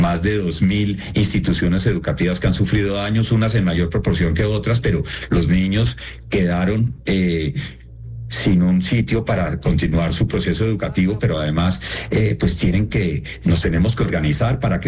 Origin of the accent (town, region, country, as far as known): Colombia